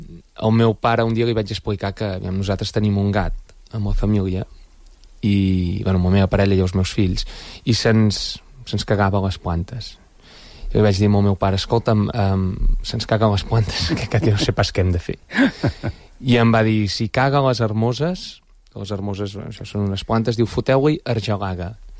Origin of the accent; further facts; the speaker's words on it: La Torre d'Oristà, Catalonia, Spain; born there; El Lluçanès, sí, el meu poble.